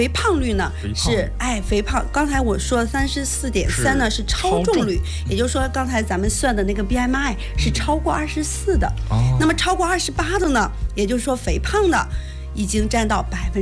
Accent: China; 对，我们中国人可能跟我们的饮食特点或者我们的生活方式有很大的关系

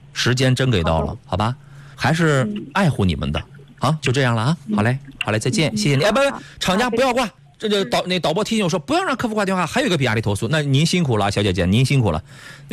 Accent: Qingdao, Shandong, China; 我老家的朋友，我的老乡们

